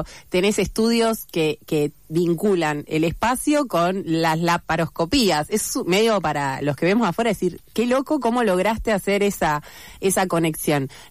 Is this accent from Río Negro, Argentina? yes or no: no; Buenos Aires Province, Argentina; de zona sur, como yo